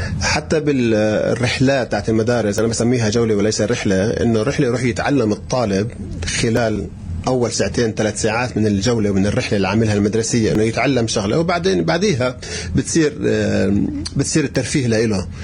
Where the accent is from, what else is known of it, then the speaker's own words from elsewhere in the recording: Jerusalem, Palestine; احنا عندنا بلوعة في القدس عمرها 3000 سنة.